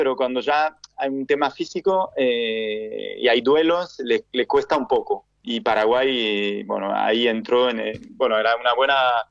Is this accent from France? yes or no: yes; France; also born or lived in Argentina; now in Barcelona, Spain; soy francés y amo a Argentina, entonces me encuentro un poco entre los dos. Yo viví en Argentina